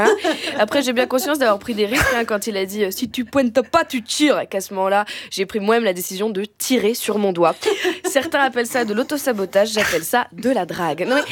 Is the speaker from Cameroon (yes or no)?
no; Réunion; now in France; Moi, j'ai découvert la pétanque dans le sud de la France, quand je suis arrivée de La Réunion.